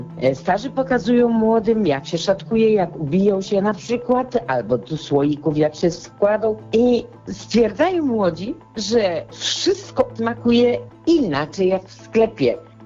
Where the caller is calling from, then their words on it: Przysiecz, Opole Voivodeship, Poland; A u nas w Przysieczy